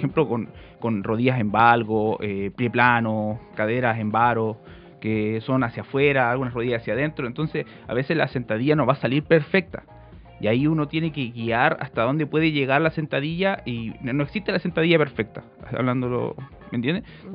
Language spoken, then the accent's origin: Spanish; Chile